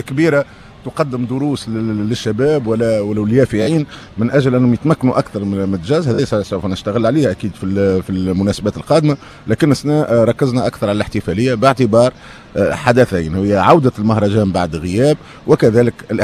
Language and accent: Arabic; Tunisia; دونك حبينا نعملوا التوليفه هذه بين احسن ما عندنا في تونس او من افضل ما عندنا في تونس